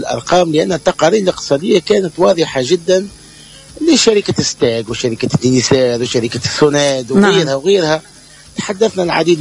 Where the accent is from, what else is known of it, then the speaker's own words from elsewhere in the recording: Tunisia; احنا اليوم عندنا في تونس